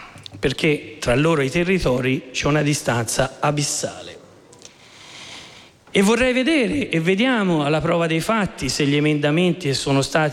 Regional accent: Tuscany, Italy; accent: Tuscan; il mio accento indica la mia provenienza e la rivendico con orgoglio

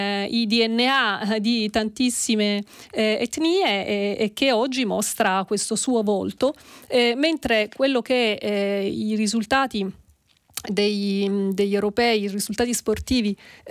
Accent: Sicily, Italy; io da siciliana

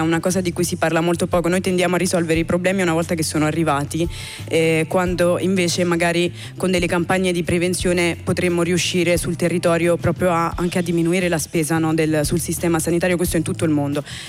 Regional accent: Burundi; also born or lived in Kenya; mia madre mi ha partorito in Kenya. Io sono del Burundi, ma per motivi politici, insomma.

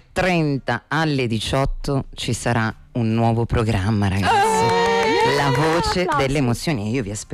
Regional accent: Calabria, Italy; io calabrese

